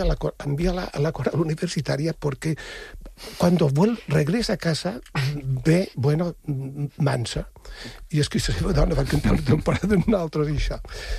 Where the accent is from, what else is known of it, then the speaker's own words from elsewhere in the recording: Sant Joan, Balearic Islands, Spain; enguany el meu poble de Sant Joan ha celebrat els 50 anys de la coral de Sant Joan.